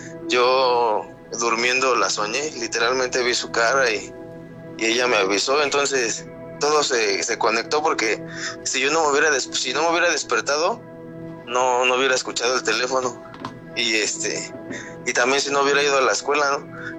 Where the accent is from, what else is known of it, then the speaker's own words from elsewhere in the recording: Iztapalapa, Mexico City, Mexico; Yo soy de la Ciudad de México, Iztapalapa.